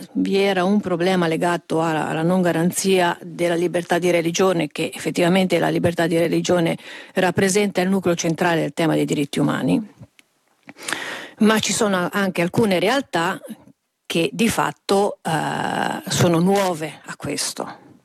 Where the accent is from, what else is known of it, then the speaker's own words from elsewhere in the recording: La Spezia, Liguria, Italy; sono di La Spezia.